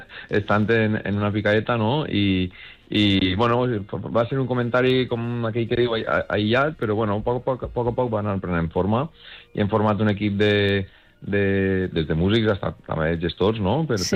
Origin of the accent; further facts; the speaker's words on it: Gata de Gorgos, Valencian Community, Spain; I de fet, bueno, molts músics som de Gata, però també tenim músics de Teulà